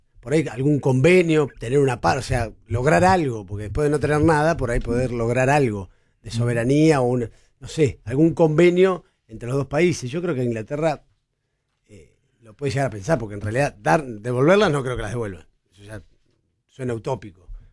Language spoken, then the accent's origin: Spanish; Argentina